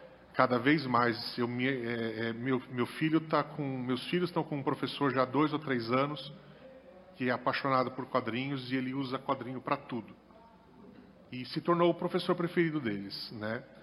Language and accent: Portuguese; Praia Grande, São Paulo, Brazil; Lá eu sou de Praia Grande, lá no edital do Paulo Gustavo e no PNAB são 3 vagas para obras literárias.